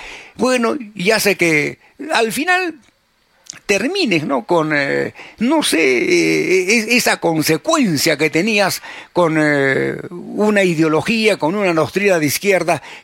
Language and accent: Spanish; Peru